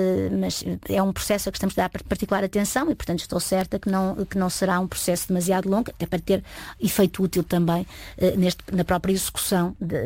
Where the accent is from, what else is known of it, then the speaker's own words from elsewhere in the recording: Coimbra, Centro, Portugal; born there; also born or lived in Recardães, Águeda; Cidade onde nasci e onde fiz alguns dos meus graus, enfim, de académicos, e onde tenho muita família, tenho muitos amigos, e, portanto, é uma cidade que me diz muito.